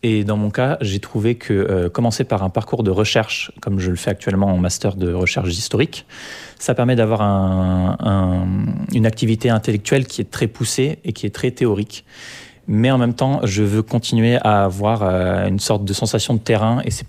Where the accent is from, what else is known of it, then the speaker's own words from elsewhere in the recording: New Caledonia; born there; moved away as an adult; Je suis calédonien de naissance.